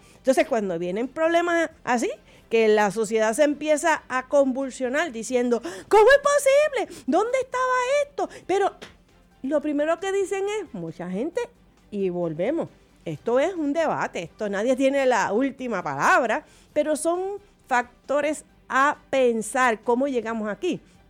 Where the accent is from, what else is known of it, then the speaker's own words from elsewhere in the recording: Puerto Rico; Puerto Rico es un país con una mentalidad paternalista.